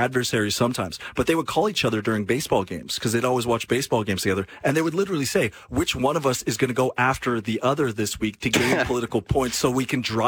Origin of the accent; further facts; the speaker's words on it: Quebec, Canada; Listen, I grew up in Quebec. I was a liberal when I grew up.